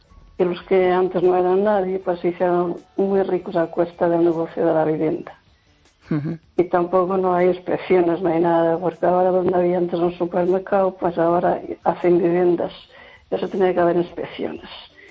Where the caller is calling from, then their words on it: Lugo, Galicia, Spain; Hola, buenas noches